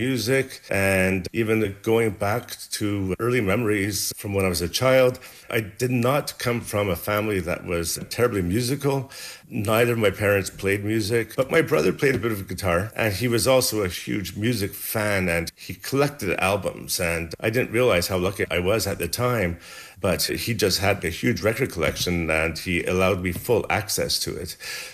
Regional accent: Montreal, Quebec, Canada; Later on in university, or in Sage, I came from Montreal and applied for the music program.

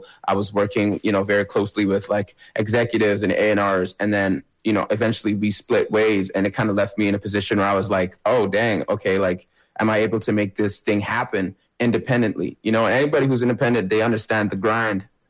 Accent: Edmonton, Alberta, Canada; growing up in Edmonton has kind of made us make music in a certain way.

